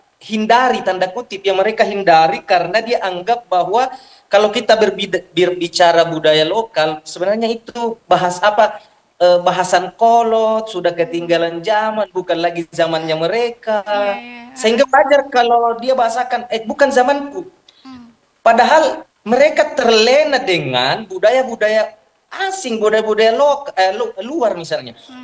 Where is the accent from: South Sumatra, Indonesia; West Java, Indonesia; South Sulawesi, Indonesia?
South Sulawesi, Indonesia